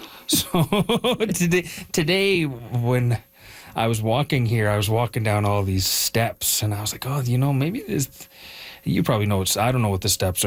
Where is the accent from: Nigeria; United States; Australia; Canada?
Canada; Edmonton, Alberta; I'm from Edmonton. I live in Leduc, which is right outside Edmonton.